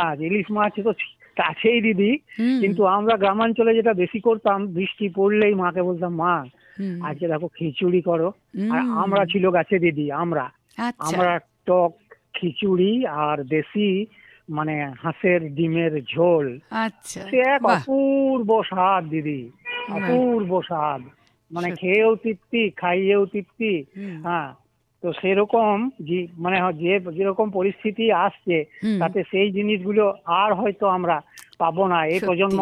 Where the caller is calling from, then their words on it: Dubrajpur, West Bengal, India; আমি বীরভূম জেলার দুবরাজপুর থেকে